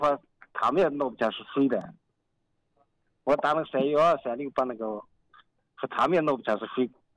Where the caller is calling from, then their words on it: Hangjin Banner, Inner Mongolia, China; 我是杭锦旗的。